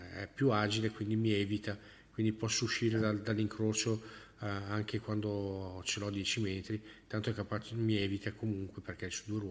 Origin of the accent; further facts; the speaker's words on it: Bergamo, Lombardy, Italy; io sono di Bergamo